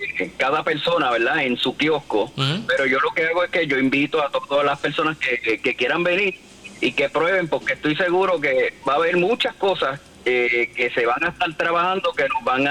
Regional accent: Puerto Rico; lo que somos nosotros los puertorriqueños

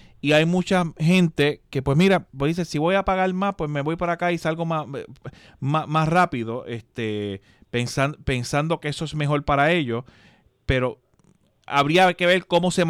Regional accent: Quebradillas, Puerto Rico; mi pueblo, en Quebradilla

